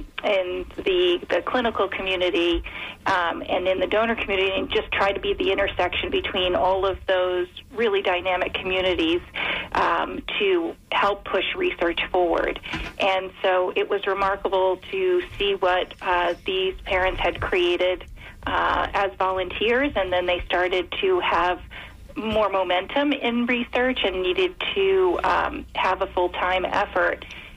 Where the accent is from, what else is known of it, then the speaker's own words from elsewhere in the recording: New York, United States; moved away as an adult; now in Philadelphia area, United States; I grew up in New York, but I moved actually to outside of Philadelphia to take this role with Farrah.